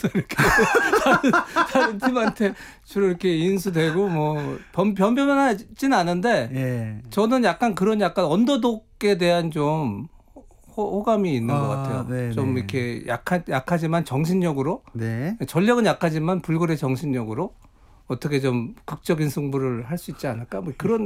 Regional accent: Incheon, South Korea; 아, 이게 제가 이제 고향이 인천인데

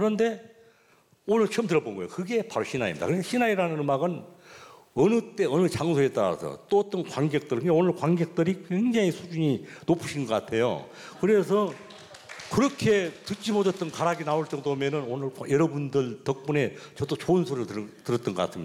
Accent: Damyang, South Jeolla, South Korea; 제가 고향이 전남 담양인데요. 우리 전라도 쪽에서는 그 무속 신앙 이런 게 굉장히 그 옛날에는 많았어요.

